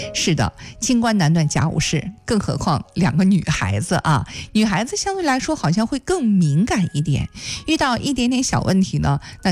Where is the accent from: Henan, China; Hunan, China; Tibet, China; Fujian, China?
Henan, China; 我们河南话说"隔过气"呀。